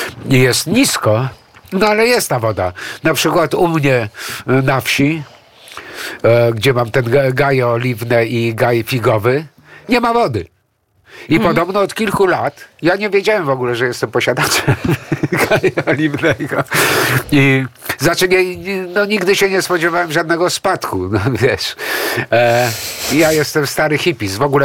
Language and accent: Polish; Greece; now in Poland; ja jestem Grekiem, ale jestem obywatelem polskim.